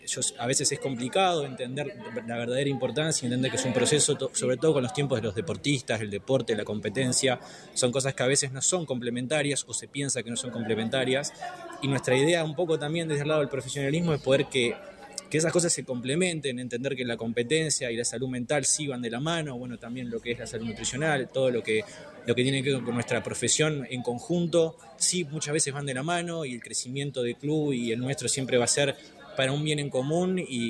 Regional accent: Uruguay; soy uruguayo

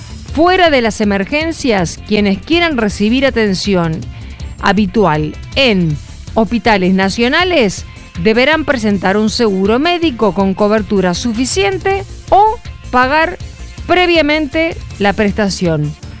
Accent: Argentina; yo como argentina he tenido la posibilidad de viajar a muchos países del extranjero

